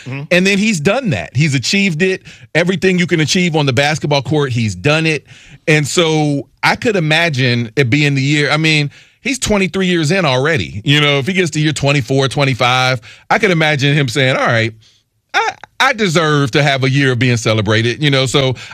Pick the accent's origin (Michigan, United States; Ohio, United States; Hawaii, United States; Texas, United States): Ohio, United States; I mean, I'm from Ohio, you know what I'm saying?